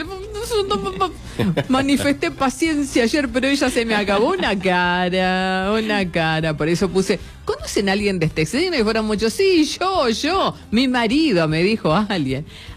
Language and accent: Spanish; Argentina; como esos perrijos que nosotros en Argentina los consideramos parte de.